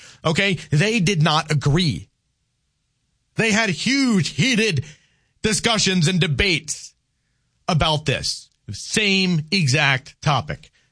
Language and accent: English; Louisiana, United States; You do remember where I was born and where I grew up, right? You do remember that, yes?